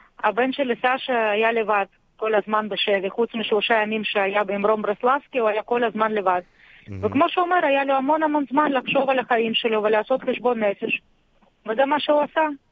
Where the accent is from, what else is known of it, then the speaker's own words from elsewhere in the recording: Russia; now in Israel; גדלתי ברוסיה הסובייטית, שבכלל לא ידעתי לא על החגים יהודיים ולא על כלום ושום דבר. כשהגעתי לישראל, אז הגעתי לקיבוץ של שומר הצעיר.